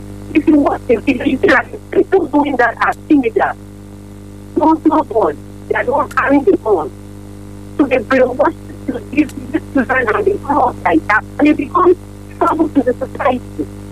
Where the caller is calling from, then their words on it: High Level, Benue, Nigeria; I'm calling from High Level.